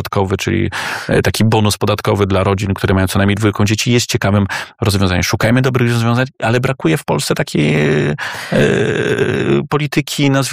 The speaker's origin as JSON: {"language": "Polish", "town": "Opole", "region": "Opole Voivodeship", "country": "Poland", "tie": "born there", "said": "Urodziłem się w Opolu"}